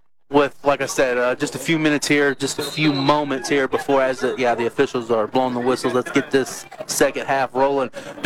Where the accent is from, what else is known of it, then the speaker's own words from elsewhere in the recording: Huntsville, Missouri, United States; I'm from West End. I'm a Huntsville guy.